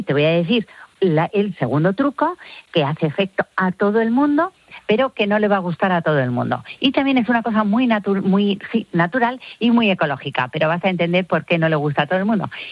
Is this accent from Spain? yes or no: yes; Spain